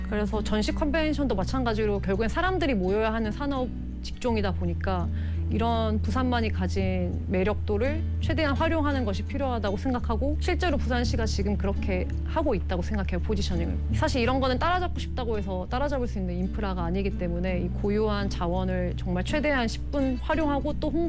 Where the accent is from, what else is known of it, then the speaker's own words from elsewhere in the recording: Yeongam, South Jeolla, South Korea; moved away as an adult; also born or lived in Seoul; now in Busan, South Korea; 저의 고향인 전남 영암에서 부산이든 그렇게 멀다라는 생각 자체를 안 했던 것 같아요.